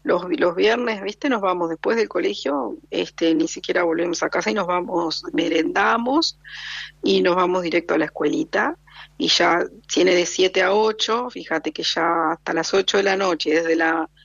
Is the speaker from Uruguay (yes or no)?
yes; Uruguay; born there; es lindo Montevideo y Colonia también. Digo, es una ciudad chiquita, pero es lindo, y el pueblito este que yo te digo, donde yo nací, también es muy muy bonito.